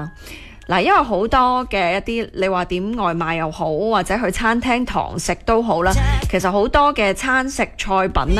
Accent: Guangdong, China

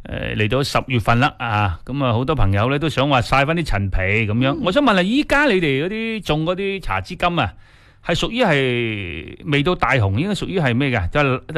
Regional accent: Guangdong, China; 我哋广东人

